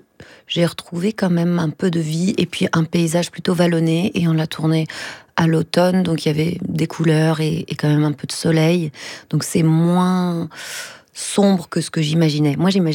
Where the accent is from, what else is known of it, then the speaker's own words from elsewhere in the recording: Grand Est, France; born there; j'ai grandi dans la Marne